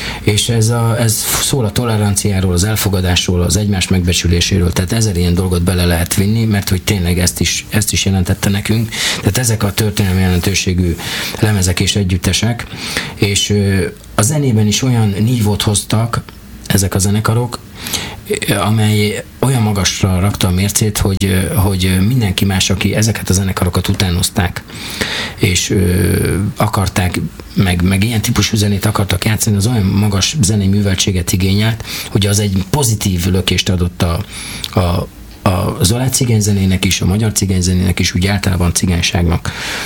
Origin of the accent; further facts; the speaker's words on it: Hungary; én nem csak magyar cigány vagyok, hanem olá cigány is vagyok, hiszen apámat sem tagadom meg, sem anyámat.